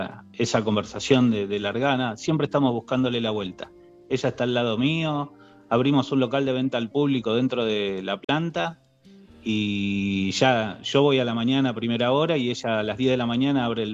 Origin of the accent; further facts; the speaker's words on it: Buenos Aires, Argentina; now in Santa Rosa, Argentina; nosotros nos vinimos de Buenos Aires, toda la familia a vivir acá a Santa Rosa, La Pampa.